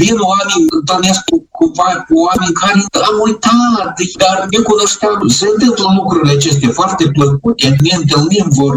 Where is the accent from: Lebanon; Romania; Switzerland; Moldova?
Moldova; Chișinău; moved away; Eu sunt în Chișinău. Părinții mei nu sunt moldoveni etnici.